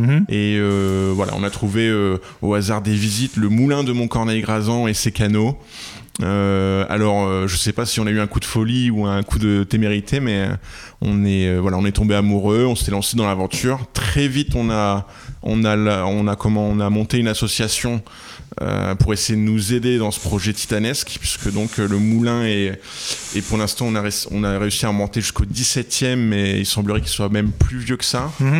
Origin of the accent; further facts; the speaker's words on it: Brittany, France; moved away as an adult; now in Gers, France; Moi, je suis originaire de Bretagne et puis ma femme du Grand Est.